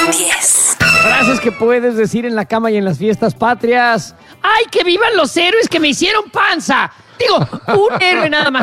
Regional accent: Mexico; now in Chicago, United States; pues México siempre lo extraño, güey. Sobre todo la comida. Acá consigues muy buena comida mexicana, pero, por ejemplo, unas ricas tostadas de pata, no sé en dónde conseguirlas en Chicago.

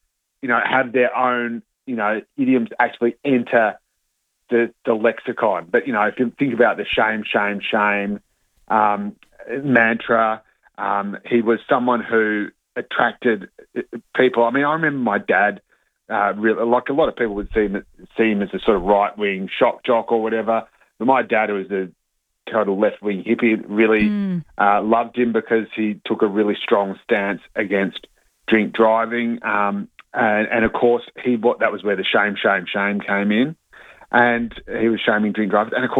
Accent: Melbourne, Victoria, Australia; I grew up in Melbourne

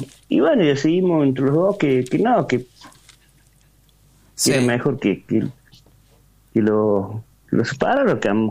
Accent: Córdoba, Argentina

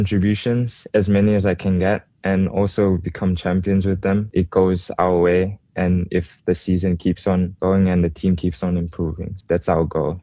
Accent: Singapore; also born or lived in South Africa; I grew up in South Africa, so like I spent 4 years of my life in Singapore, the first 4 years, and then moved to South Africa because of my dad's job. After 8 years in South Africa, I moved back to Singapore.

